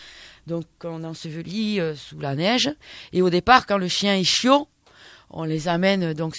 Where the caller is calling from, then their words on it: Nouvelle-Aquitaine, France; je suis dans une petite station dans les Pyrénées-Atlantiques, Artoust.